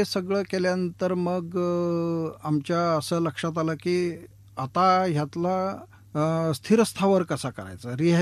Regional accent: Panger, Karnataka, India; आमचं मूळ गाव निपाणी जवळ एक छोटं खेडं आहे पांगेर म्हणून. कुटुंब पण नसतील त्या ठिकाणी, इतकं छोट्या गावातनं आम्ही आलेलो आहोत.

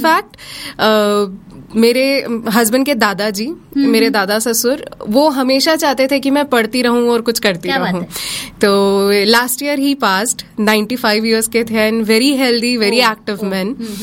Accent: Indore, Madhya Pradesh, India; moved away as an adult; now in Jalgaon, India; मैं बेसिकली पूरी मेरी शिक्षा और उसके अलावा मेरी पूरा बर्थ, जन्म जहाँ से हुआ है वो इंदौर जगह है।

